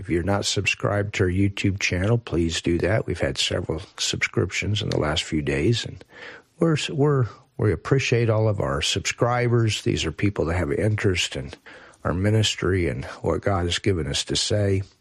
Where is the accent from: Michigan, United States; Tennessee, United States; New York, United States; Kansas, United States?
Kansas, United States; moved away as an adult; now in Germany; Topeka, Kansas, my home state place